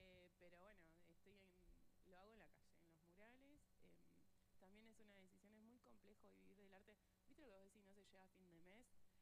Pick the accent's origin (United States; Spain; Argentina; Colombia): Argentina; Neuquén; cuando digo que soy de Neuquén